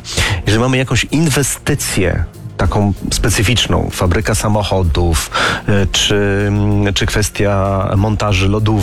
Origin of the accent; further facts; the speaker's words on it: Warsaw, Masovian Voivodeship, Poland; jeżeli rozmawiamy w Warszawie, obydwa jesteśmy z Warszawy